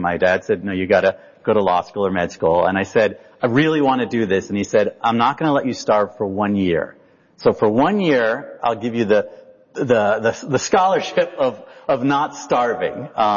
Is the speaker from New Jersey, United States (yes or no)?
yes; Princeton, New Jersey, United States; born there; I was born in Princeton, New Jersey.